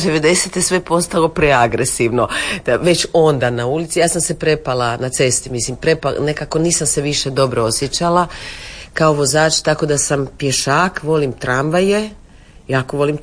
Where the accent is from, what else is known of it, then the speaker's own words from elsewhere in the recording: Zagreb, City of Zagreb, Croatia; A ja sam rođena u Martićevoj ulici, svoj cijeli život i roditeljski stan bio je u Vlaškoj, u jednoj predivnoj kući.